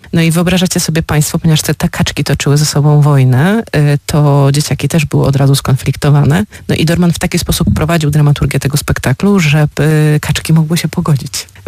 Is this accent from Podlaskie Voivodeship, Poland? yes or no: no; Warsaw, Masovian Voivodeship, Poland; Ponieważ my jesteśmy z Warszawy